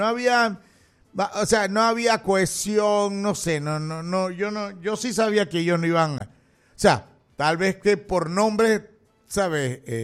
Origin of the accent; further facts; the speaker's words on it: Panama; yo no soy brasileño, soy panameño.